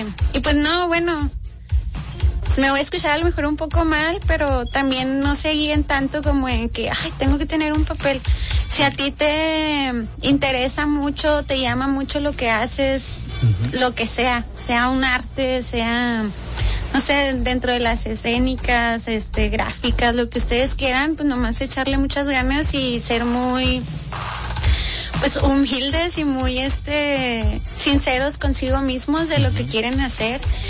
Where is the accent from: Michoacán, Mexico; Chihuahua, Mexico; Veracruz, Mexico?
Chihuahua, Mexico; Ciudad Juárez; born there; Juárez es mi ciudad, es donde yo nací, donde vivo